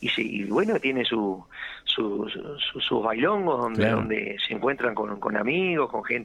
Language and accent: Spanish; Atlántida, Canelones, Uruguay; Nosotros somos de Atlántida, acá en la zona, en la costa de Canelones